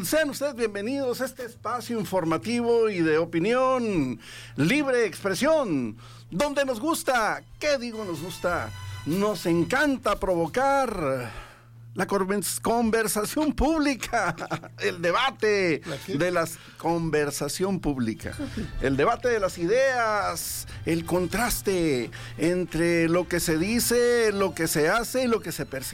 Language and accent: Spanish; Mexico